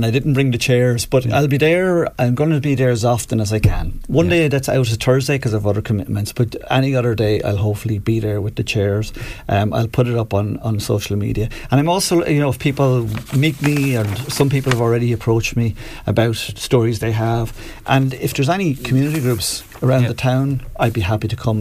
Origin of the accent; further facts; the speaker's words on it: Wexford, County Wexford, Ireland; I grew up in Corish Park, so we were up on the hill.